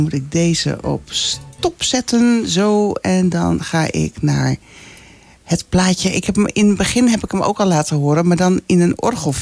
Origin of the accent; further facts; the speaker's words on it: Netherlands; we zijn Nederlanders